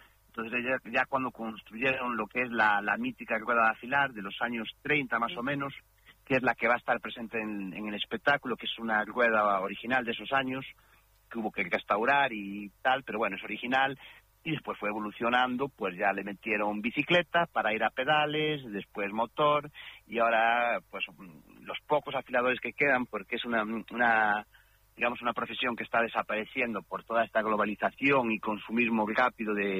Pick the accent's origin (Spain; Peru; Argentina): Spain; Galicia; yo soy de Galicia, pues si no se nota, el afilador es una profesión gallega